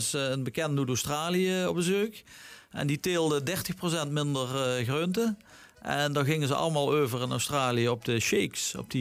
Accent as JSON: {"language": "Dutch", "town": "Maastricht", "region": "Limburg", "country": "Netherlands", "tie": "born or raised there", "said": "Nou, de eerste 7 jaar van mijn leven heb ik in Maastricht gewoond."}